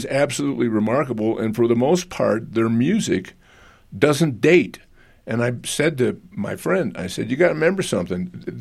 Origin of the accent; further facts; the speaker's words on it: Detroit, Michigan, United States; moved away as an adult; I grew up in Detroit.